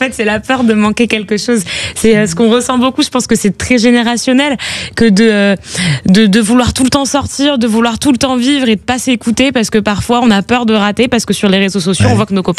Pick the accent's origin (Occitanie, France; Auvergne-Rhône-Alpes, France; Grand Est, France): Auvergne-Rhône-Alpes, France; Valence; Je suis de Valence.